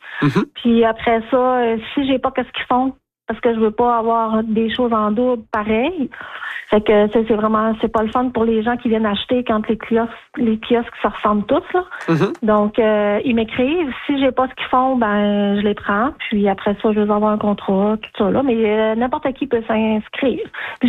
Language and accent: French; Saint-Ambroise, Quebec, Canada; moved away; Moi, personnellement, je viens de Saint-Ambroise. Je ne demeure plus là, mais je suis originaire de Saint-Ambroise.